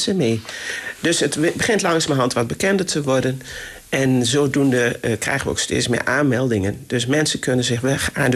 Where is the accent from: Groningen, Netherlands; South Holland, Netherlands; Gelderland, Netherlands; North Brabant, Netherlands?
Gelderland, Netherlands; Borculo; Ik zelf ben van oorsprong, kom ik uit Borculo.